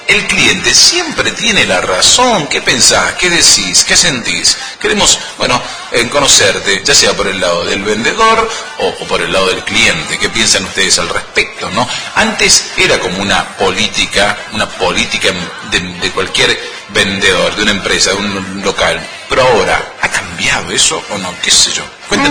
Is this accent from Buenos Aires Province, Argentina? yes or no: no; Malargüe, Mendoza, Argentina